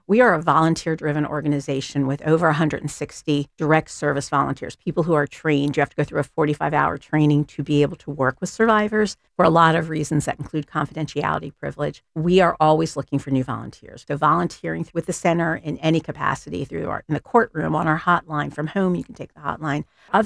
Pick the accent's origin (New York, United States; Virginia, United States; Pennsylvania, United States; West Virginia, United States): Pennsylvania, United States; Ambler; born or raised there